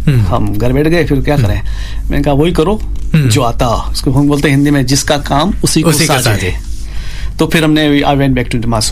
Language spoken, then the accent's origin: Hindi; Rajasthan, India; देखो मैं तो राजस्थान से हूँ मारवाड़ी खून है